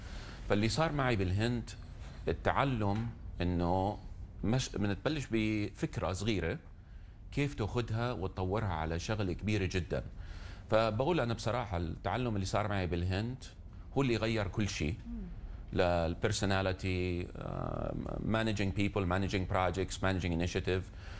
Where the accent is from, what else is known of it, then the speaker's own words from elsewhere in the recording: Jordan; born there; يعني أنا انولدت بالأردن، عيلتي نص عيلتي كلها شركسية، نص عيلتي أردنية.